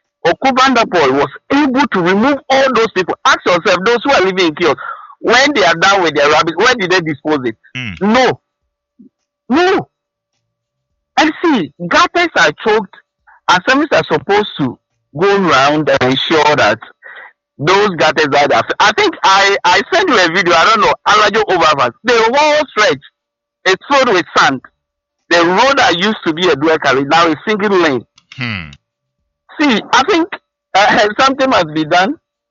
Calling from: Accra, Greater Accra, Ghana

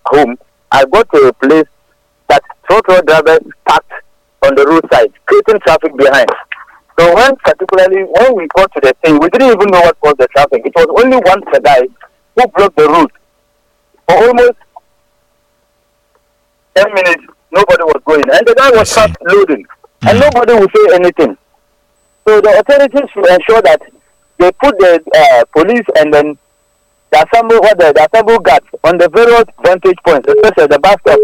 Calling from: Accra, Greater Accra, Ghana; I'm calling from Dansoman.

